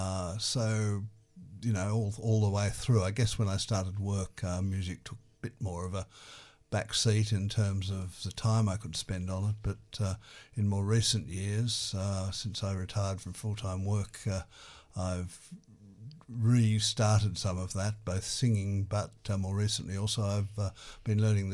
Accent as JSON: {"language": "English", "town": "Hobart", "region": "Tasmania", "country": "Australia", "tie": "born or raised there", "also_born_or_lived": "Oxford", "said": "I went to performances of the … when I grew up in Hobart."}